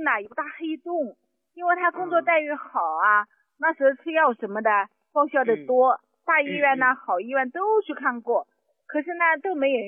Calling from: Hubei, China; 我是湖北的。

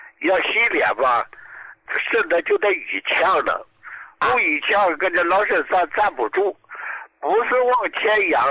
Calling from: Dalian, Liaoning, China; 我是大连的哈，

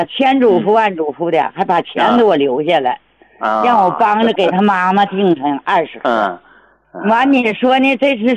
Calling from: Jilin, China; 我家是吉林的

